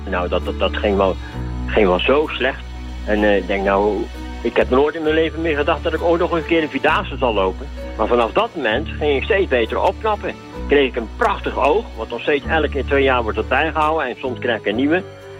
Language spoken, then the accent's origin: Dutch; Dordrecht, South Holland, Netherlands; uit Dordrecht. Ik ben 68 jaar.